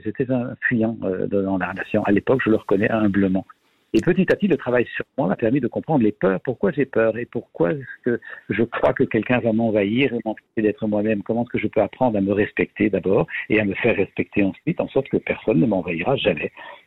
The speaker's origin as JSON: {"language": "French", "country": "Belgium", "said": "j'ai 68 ans en Belgique, je suis belge, la retraite est à 65."}